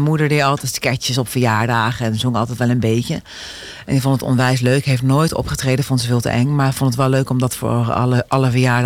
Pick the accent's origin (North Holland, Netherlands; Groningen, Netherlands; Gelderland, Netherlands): Gelderland, Netherlands; Duiven; moved away as an adult; also born or lived in Zevenaar; now in Arnhem, Netherlands; ik ben in Zevenaar geboren en Duiven opgegroeid.